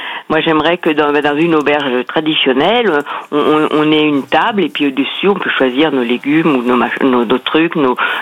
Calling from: Auvergne-Rhône-Alpes, France; Du Puy-de-Dôme.

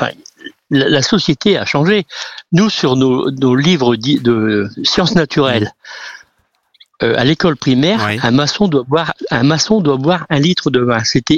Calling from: Saint-Omer, Hauts-de-France, France; tout près de chez nous à Saint-Omer

